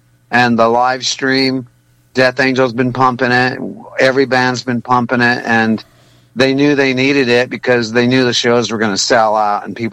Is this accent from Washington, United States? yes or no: no; New Mexico, United States; now in Bay Area, United States; I'm originally from New Mexico, and I got tons of family, friends, old metal musicians that still play over there